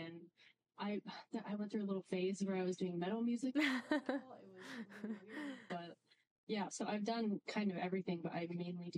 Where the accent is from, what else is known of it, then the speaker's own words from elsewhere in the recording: Prince George, British Columbia, Canada; I have lived here my whole life. I moved away for 1 year in grade 7 for some reason, but I've lived here my whole life.